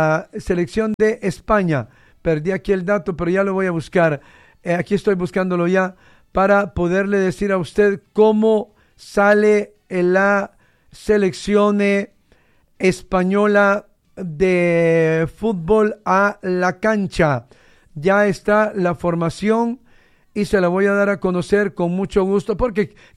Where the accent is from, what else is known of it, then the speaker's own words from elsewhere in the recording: Honduras; si nosotros claro, que somos hondureños, argentinos-hondureños, hondureños-argentinos, va.